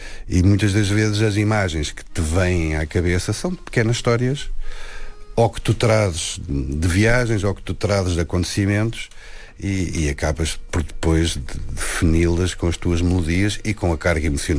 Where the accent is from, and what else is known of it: Lisbon, Portugal; born there